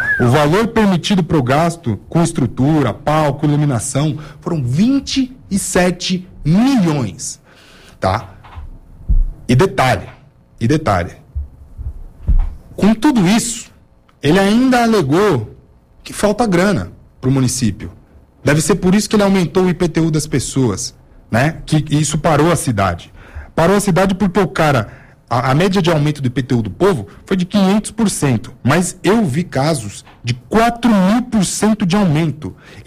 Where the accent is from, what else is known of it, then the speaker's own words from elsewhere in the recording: São Paulo, Brazil; Eu sou de São Paulo